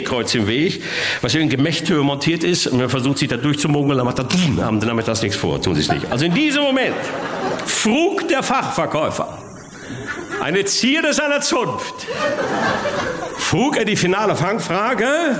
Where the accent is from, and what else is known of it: North Rhine-Westphalia, Germany